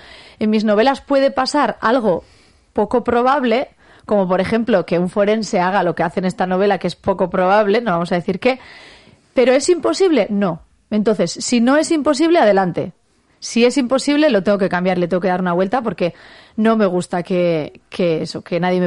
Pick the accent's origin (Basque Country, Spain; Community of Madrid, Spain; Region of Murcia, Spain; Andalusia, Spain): Basque Country, Spain; Legazpi; en Legazpi, mi pueblo